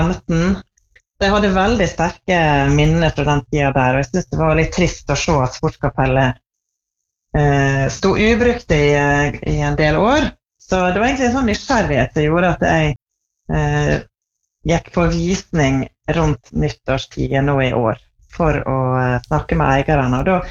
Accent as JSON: {"language": "Norwegian", "town": "Tresfjorden", "region": "Møre og Romsdal", "country": "Norway", "tie": "born or raised there"}